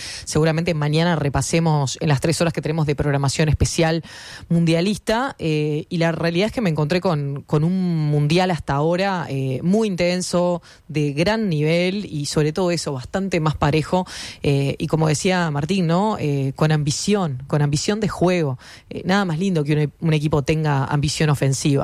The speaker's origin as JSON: {"language": "Spanish", "country": "Uruguay", "said": "como uruguayos y uruguayas"}